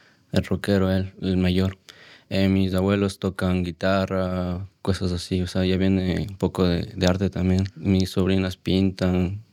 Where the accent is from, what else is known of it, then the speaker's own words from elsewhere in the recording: Ecuador; moved away; yo salí de Ecuador con un objetivo también claro, porque salí hace 2 años